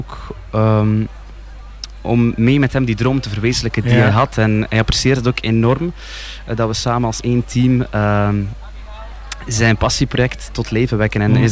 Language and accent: Dutch; Westerlo, Flanders, Belgium; Klopt, ik kom van Westerlo.